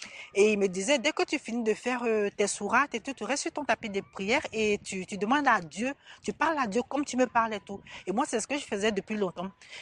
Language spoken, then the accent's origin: French; Côte d’Ivoire; je suis originaire de la Côte d'Ivoire